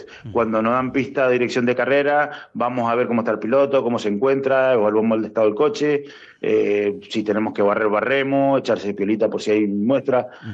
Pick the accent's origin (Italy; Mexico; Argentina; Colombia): Argentina; Guaymallén, Mendoza; now in Spain; Pues, y tú imagínate, un mendocino de Güemayén de toda la vida.